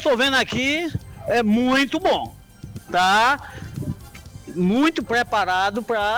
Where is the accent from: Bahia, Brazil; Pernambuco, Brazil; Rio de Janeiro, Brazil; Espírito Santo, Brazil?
Bahia, Brazil; Itabuna; now in São Paulo, Brazil; Sou natural daqui de Itabuna, de cidade de Quaraci, né? Sim. Agora mudei para São Paulo, estou aqui a passeio, né?